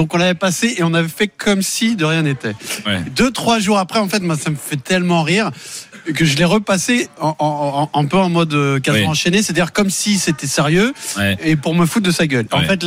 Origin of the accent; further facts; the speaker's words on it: Paris, Île-de-France, France; Moi, je suis un citadin, je suis un parigot de pur jus.